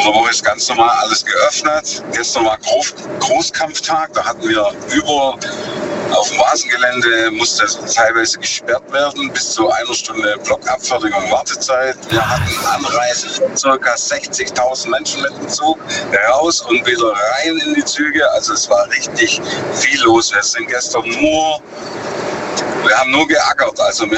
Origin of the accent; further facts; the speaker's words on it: Lenningen, Baden-Württemberg, Germany; Ich bin aus Lenningen.